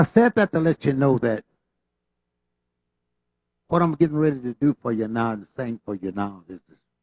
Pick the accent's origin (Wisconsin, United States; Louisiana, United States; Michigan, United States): Louisiana, United States; Homer; moved away; also born or lived in Pine Bluff, Arkansas; I was born in a little place called Homer Haines, Louisiana. I left my hometown in 1947. Went to Pine Bluff, Arkansas with my father, who was a preacher and a pastor of a church.